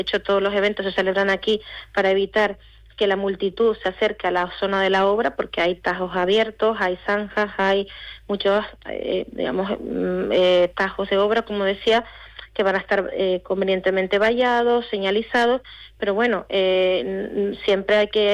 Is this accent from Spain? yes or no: yes; Canary Islands, Spain